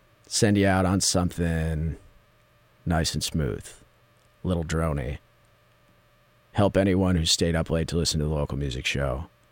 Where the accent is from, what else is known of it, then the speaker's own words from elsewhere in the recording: Midland, Michigan, United States; I'm from Midland.